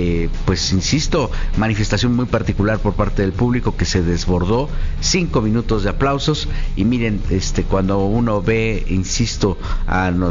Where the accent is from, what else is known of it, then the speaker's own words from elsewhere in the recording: Mexico; en la manera en la que nos reivindican como mexicanos trabajadores, emprendedores, visionarios y gente que nunca se ha cansado de luchar